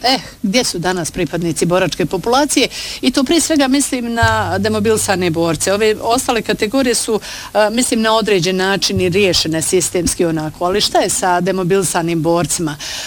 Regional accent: Hotonj, Federation of Bosnia and Herzegovina, Bosnia & Herzegovina; evo konkretno u Hotonju, odakle sam ja, ali da nas jednostavno nije bilo strah sve dok smo znali da su takvi borci na linijama

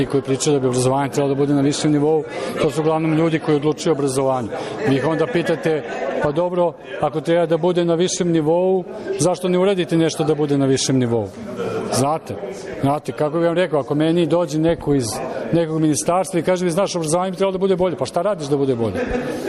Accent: Belgrade, Serbia; Dolazim iz Beograda.

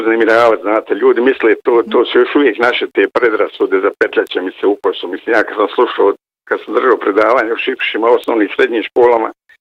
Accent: Herzegovina, Bosnia & Herzegovina; oko postojini kršu kod nas u Hercegovini, to su van dva svjetska hotspota za biodiverzitet

